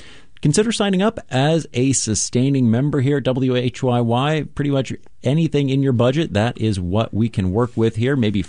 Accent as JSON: {"language": "English", "region": "California", "country": "United States", "also_born_or_lived": "Boise, Idaho", "moved": "yes", "lives_now": "Philadelphia, United States", "said": "I'm from Southern California."}